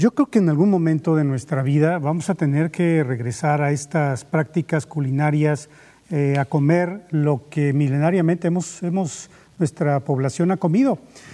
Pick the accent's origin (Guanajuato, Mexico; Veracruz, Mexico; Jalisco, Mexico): Veracruz, Mexico; Actopan; La temporada de mangos en mi tierra, ya ve que hemos platicado que en Actopan pues es la cuna del Manila